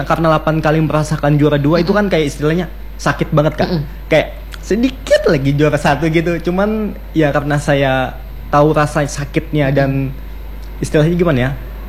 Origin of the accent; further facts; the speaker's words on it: Kalimantan, Indonesia; ketika saya ke Jawa, saya bisa hidup sebagai orang Kalimantan